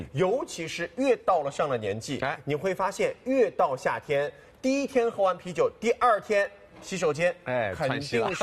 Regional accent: Shanghai, China

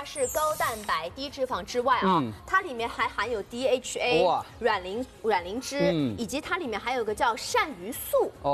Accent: Shanghai, China

